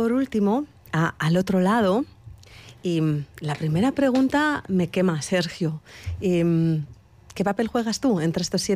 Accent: Basque Country, Spain; somos vascos

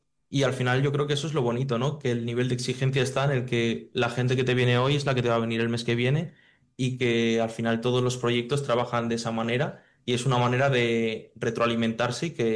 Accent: Vitoria-Gasteiz, Basque Country, Spain; somos de aquí, trabajamos aquí

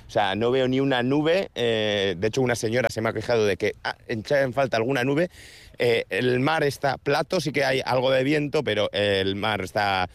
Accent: Zumaia, Basque Country, Spain; Los que somos de Zumaya, vamos a Itzurun.

